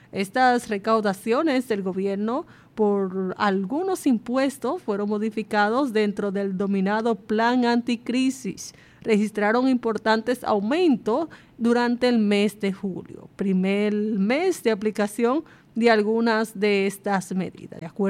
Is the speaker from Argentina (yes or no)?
no; Dominican Republic; nosotros los dominicanos